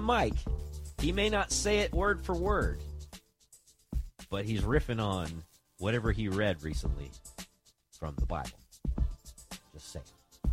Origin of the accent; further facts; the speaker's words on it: the South, United States; well, we're a morning show, and I'm from the South, so I like the idea of men of grits as well.